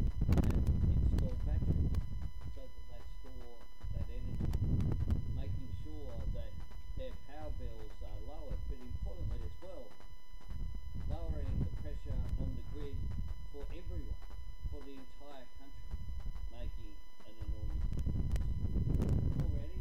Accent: Australia; something which brings great pride to me as Australian Prime Minister, to know that we are making a substantial difference in our region.

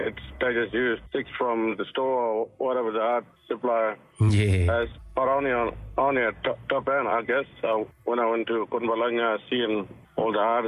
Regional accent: Yuendumu, Northern Territory, Australia; born there; also born or lived in Nyirrpi; I'm originally from Nyirpi, and I moved to Yuendumu, and here in Yuendumu

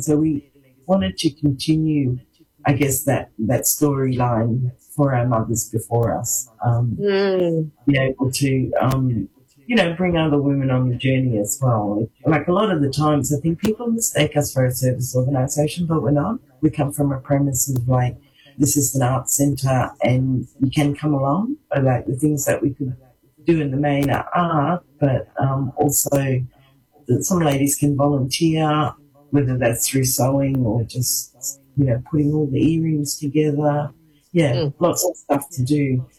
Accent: Broome, Western Australia, Australia; certainly when I guess Mitch and I grew up here in Broome.

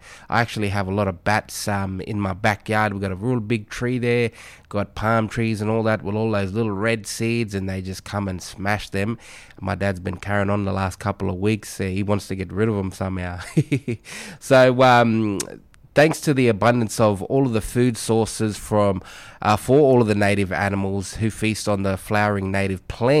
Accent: Darwin, Northern Territory, Australia; growing up in Darwin

